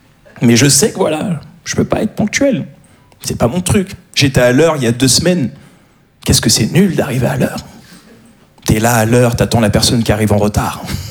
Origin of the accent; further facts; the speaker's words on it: Paris, Île-de-France, France; Je suis un Parisien, voilà ce que je suis.